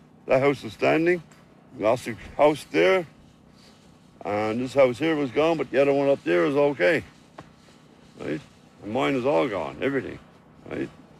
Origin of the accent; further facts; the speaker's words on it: Salmon Cove, Newfoundland and Labrador, Canada; I'm from Peary's Cove from Salmon Cove. Right. And I bought this house down here, I think it was in 91, 92 or something.